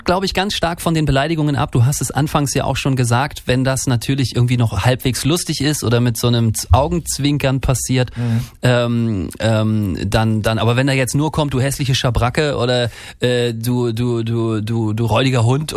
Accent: Rostock, Mecklenburg-Vorpommern, Germany; ich komme ja aus Rostock

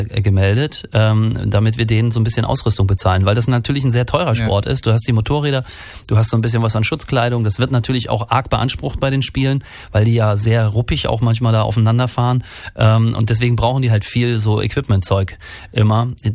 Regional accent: Germany; moved away; Ich komme ja aus der Zone, also aus der DDR, da gab es keine Tennisplätze und demzufolge auch keine Tennisspieler.

